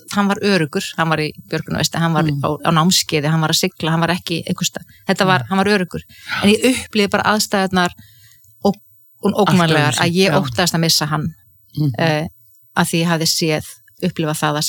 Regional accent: Ísafjörður, Westfjords, Iceland; ég alveg upp á Ísafirði

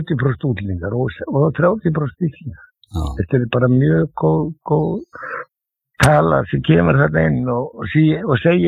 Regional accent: Reykjavík, Capital Region, Iceland; Já, ég er fæddur og uppalinn í Klefsholtinu og ef einhver hefur verið Þróttari þá voru það við Klefsararni, sko.

